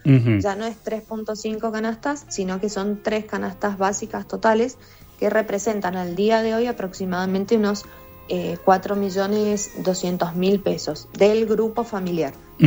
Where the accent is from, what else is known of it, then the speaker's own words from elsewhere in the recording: Mendoza, Argentina; nosotros como mendocinos